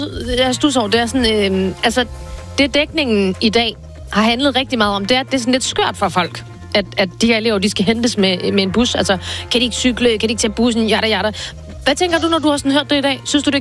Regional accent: Jerlev, Region of Southern Denmark, Denmark; Jeg er også lidt uden for Vejle, faktisk. En lille by, der hedder Jerlev. Og jeg gik på Balle Friskole.

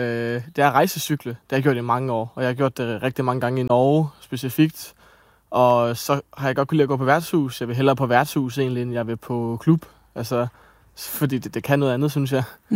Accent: Ebeltoft, Central Denmark Region, Denmark; jeg er jo fra Østjylland, ude fra Ebeltoftdag.

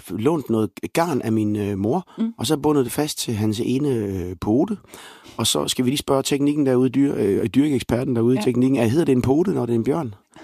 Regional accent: Viborg, Central Denmark Region, Denmark; hjemme på børneværelset i Viborg, hvor jeg voksede op.

